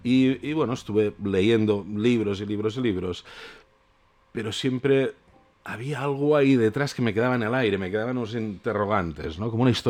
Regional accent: Catalonia, Spain; soy muy, muy catalán, muy catalán

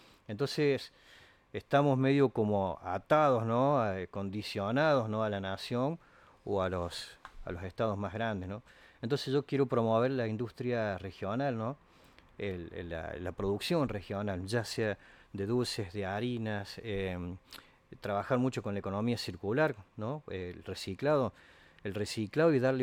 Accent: Alta Gracia, Córdoba, Argentina; Nací acá, por supuesto, en Altagracia. Mis abuelos, mis bisabuelos, bueno, nosotros somos ascendientes indígenas.

